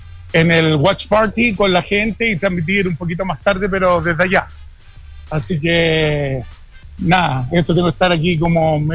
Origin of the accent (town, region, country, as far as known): Chile